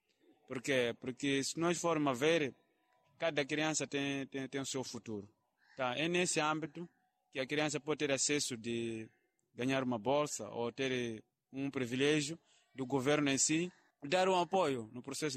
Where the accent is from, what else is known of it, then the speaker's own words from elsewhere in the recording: Cheringoma, Sofala, Mozambique; sou treinador de ginástica, venho do distrito de Xiringoma.